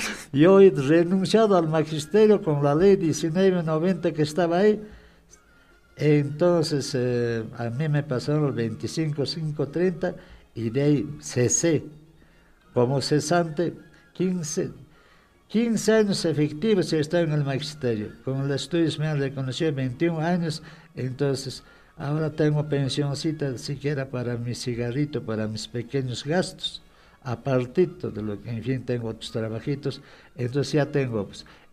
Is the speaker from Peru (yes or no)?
yes; Acomayo, Peru; moved away; mi tierra, como es una provincia un tanto tranquila